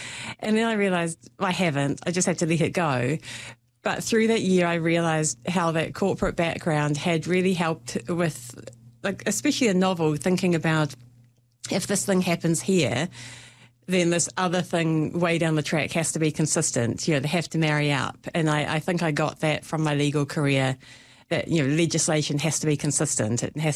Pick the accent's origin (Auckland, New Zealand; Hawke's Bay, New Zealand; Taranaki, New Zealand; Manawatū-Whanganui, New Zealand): Auckland, New Zealand; moved away as an adult; also born or lived in Wellington; I grew up in Auckland but lived in Wellington for about 17 years.